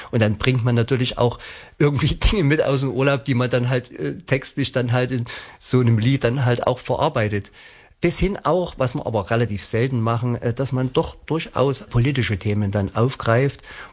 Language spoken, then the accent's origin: German; Plauen, Saxony, Germany; also born or lived in Chemnitz; Heimat ist halt das Vogtland, ja, ich komme aus Blauen, genau.